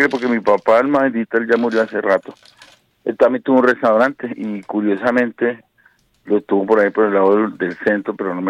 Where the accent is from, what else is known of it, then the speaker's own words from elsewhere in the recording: El Guamo, Tolima, Colombia; also born or lived in Ortega, Tolima; now in Bogotá, Colombia; mi papá era del Tolima, yo nací en un pueblo chiquito llamado Ortega Tolima, me crié en el Guamo, pero llevo 2.580 años, como le digo a mis amigos, aquí en Bogotá.